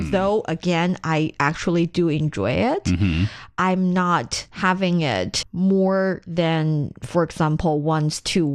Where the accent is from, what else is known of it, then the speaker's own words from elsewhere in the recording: Taiyuan, Shanxi, China; Well, I am from Taiyuan, which is the provincial capital of Shanxi Province